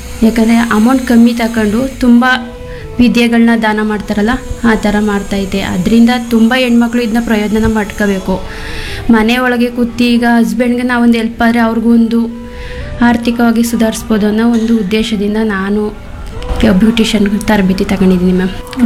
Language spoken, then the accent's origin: Kannada; Hunsur, Karnataka, India; moved away as an adult; now in Kalkada, India; ಮೂಲತಃ ನಾನು ಕಲ್ಕುಣಿಕೆ ಹುಣಸೂರು ಹುಡುಗಿ. ಮದುವೆ ಆಗಿರೋ ನನ್ನ ಕಲ್ಕಡ ಅರಿನಹಳ್ಳಿ ಗ್ರಾಮ, ಕಲ್ಕಡ ಗ್ರಾಮ, ಅಲ್ಲಿಗೆ ನಾನು ಮದುವೆ ಆಗಿರೋದು. ಅಲ್ಲಿಂದ ಬಂದು ನಾನು ಇಲ್ಲಿ ಕಲ್ತಿರೋದು.